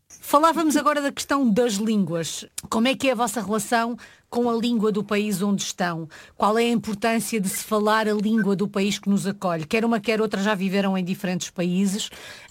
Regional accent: Northern Portugal, Portugal; Não sendo minhota, estou quase lá. Também sou uma mulher do norte

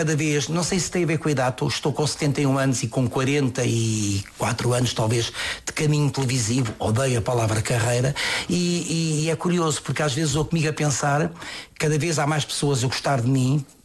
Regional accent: Lisbon, Portugal; born there; Eu nasci na Rua das Pedras Negras, portanto ali ao pé do Largo do Caldas.

